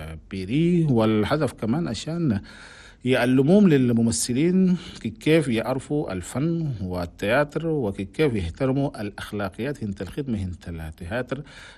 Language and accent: Arabic; Chad; أنا بلدنا تشاد